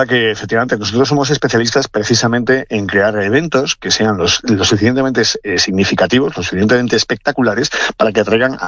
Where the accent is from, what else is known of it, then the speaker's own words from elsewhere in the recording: Spain; para los españoles